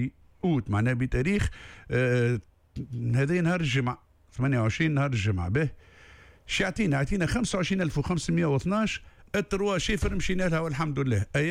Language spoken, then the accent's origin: Arabic; Tunisia; عندنا في تونس